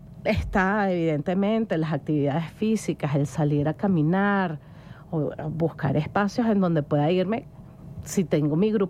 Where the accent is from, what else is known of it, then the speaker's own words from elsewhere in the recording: Venezuela; como venezolanos somos un pueblo maravillosamente sororo y solidario.